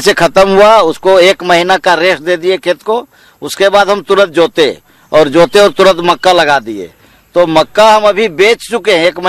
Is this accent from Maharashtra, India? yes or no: no; Mandu, Ramgarh, Jharkhand, India; मेरा घर बड़का चुंबा पंचायत मांडू रामगढ़ का रहने वाला हूं